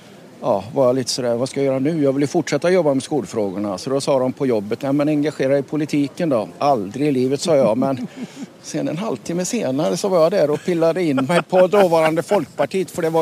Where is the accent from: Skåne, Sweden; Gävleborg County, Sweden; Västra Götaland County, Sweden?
Västra Götaland County, Sweden; Lidköping; Jag är från Lidköping.